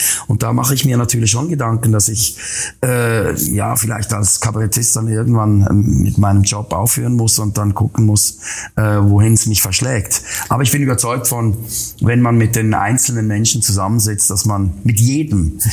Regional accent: Switzerland

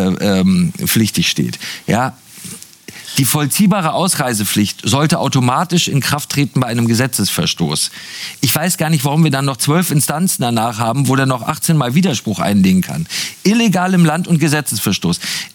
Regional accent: Germany; wenn ich als Deutscher aus London wiederkomme

